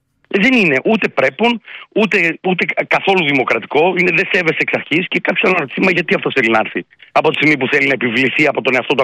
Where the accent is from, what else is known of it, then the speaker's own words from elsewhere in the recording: Brussels, Brussels-Capital Region, Belgium; επειδή εγώ μεγάλωσα στις Βρυξέλλες, δεν είναι οι ίδιες Βρυξέλλες που μεγάλωσα